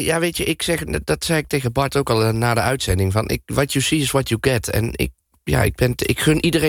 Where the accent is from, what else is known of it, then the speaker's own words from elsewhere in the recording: Tiel, Gelderland, Netherlands; born there; de stad waar ik geboren ben.